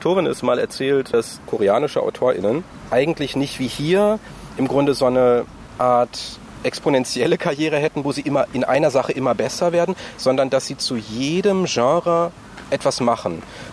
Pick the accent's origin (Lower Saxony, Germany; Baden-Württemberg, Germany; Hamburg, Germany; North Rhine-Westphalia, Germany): North Rhine-Westphalia, Germany; Beckum; Also Bechkam, wo ich herkomme, ist ja so ein bisschen zwischen Ruhrgebiet und Münsterland irgendwie.